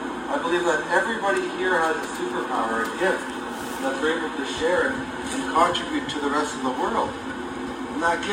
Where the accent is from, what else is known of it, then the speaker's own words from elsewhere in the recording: Slippin River, Ontario, Canada; I come from Slippin River, which is a little community north of Lake Huron. I grew up in the bush mostly and lived a life of hunting and fishing and all that, trapping, making maple syrup.